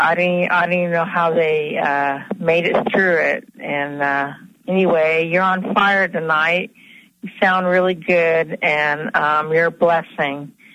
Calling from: Oregon, United States; I'm calling from Oregon. I'm 59 years old

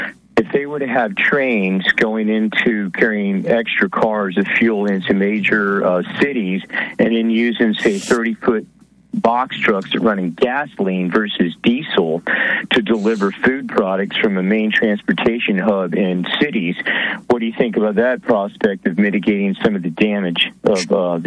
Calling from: Tampa, Florida, United States; from Tampa Bay.

